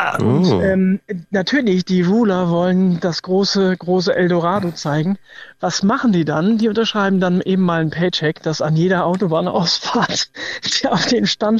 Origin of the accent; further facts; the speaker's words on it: Hamburg, Germany; Und Hamburg ist einfach meine Heimat.